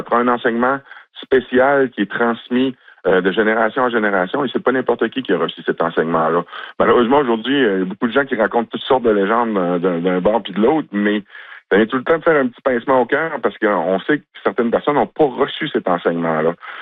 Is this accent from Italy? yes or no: no; Lac-Saint-Jean, Quebec, Canada; les gens ici aux îles, ça ressemble un peu à chez nous, au Lac-Saint-Jean.